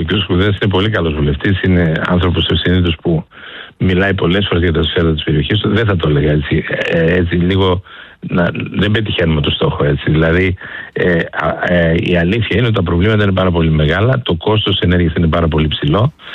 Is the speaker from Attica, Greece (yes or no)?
no; Eastern Macedonia and Thrace, Greece; εγώ επισημαίνω που κατάγομαι και από την Ροδόπη, οι αγρότες μας.